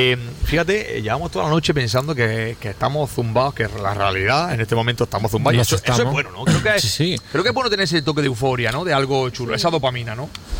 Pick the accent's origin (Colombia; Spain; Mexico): Spain; Almería, Andalusia; somos los primeros almerienses que pasan la noche en el Centro Comercial de Torre Cárdenas.